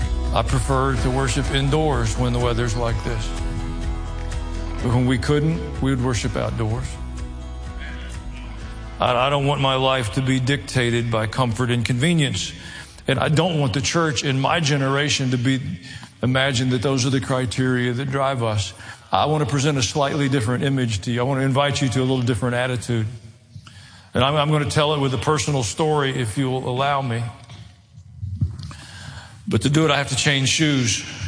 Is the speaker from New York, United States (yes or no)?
no; Tennessee, United States; I grew up in Middle Tennessee. Most of you know that. My dad was a veterinarian.